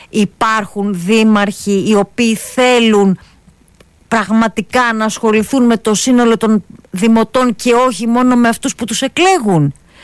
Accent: Western Greece, Greece; επειδή κατά το ίμιση είμαι και από την Αχαΐα

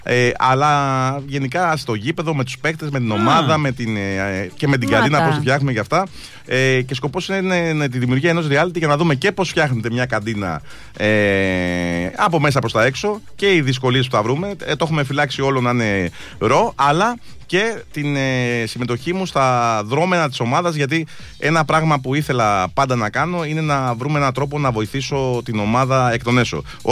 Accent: Aigio, West Greece, Greece; born there; moved away; επειδή με βλέπετε που κατεβαίνω στην πατρίδα μου στο Αίγιο κάτω, και με ρωτάτε

